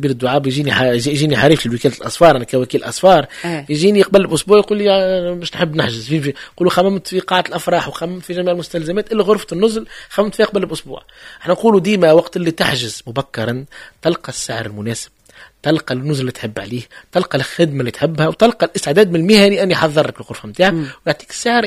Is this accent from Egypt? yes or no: no; Tunisia